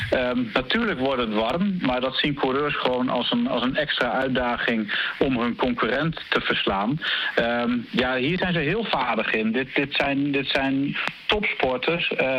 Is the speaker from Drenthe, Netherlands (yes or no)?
yes; Assen, Drenthe, Netherlands; Als Assenaar, als Drent, eigenlijk iedereen in Nederland moet hier trots op zijn.